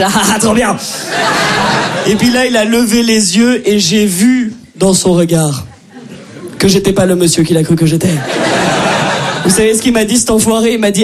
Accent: Brussels, Belgium; accent: Brussels

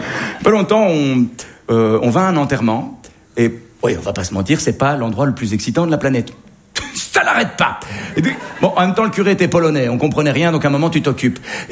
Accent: Belgium

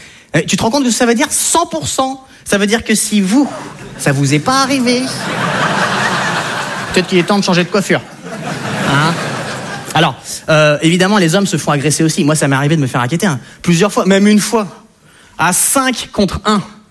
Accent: France

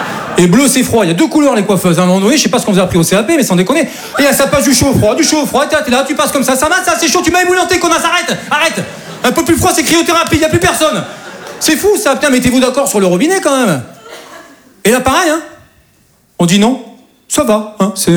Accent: south of France, France; now in Paris, France; Je dis ça parce que moi je viens du sud de la France. Et chez nous c'est un peu plus tranquille, quoi. Et moi, voilà, je suis monté sur Paris, voilà, pour devenir comédien.

